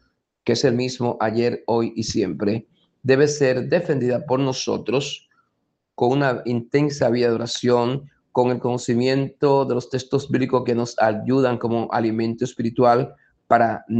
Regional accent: Dominican Republic; en nosotros como dominicanos

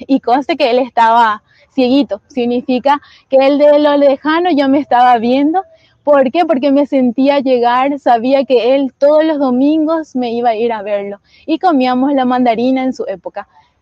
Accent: Chaco, Paraguay; del Chaco Paraguayo.

